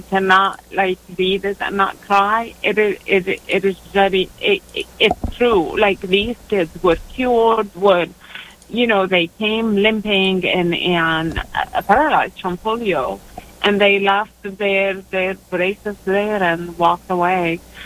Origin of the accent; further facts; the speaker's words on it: Lebanon; I grew up in Lebanon, and there's not one favor that we asked him that he did not help us with.